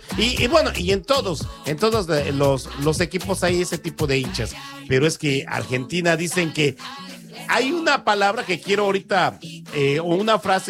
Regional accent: Mexico; nosotros como mexicanos

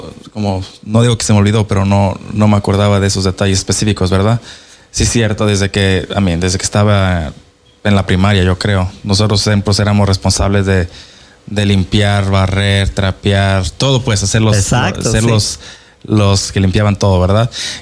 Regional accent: Mexico; now in Pasco, United States; yo vengo de México, ¿verdad? So, obviamente sé cómo son las cosas allá.

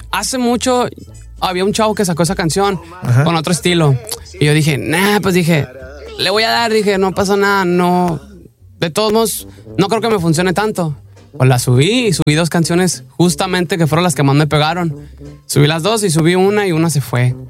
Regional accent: Chihuahua, Mexico; now in Virginia, United States; Soy de Chihuahua, pero ahorita estoy viviendo en Virginia.

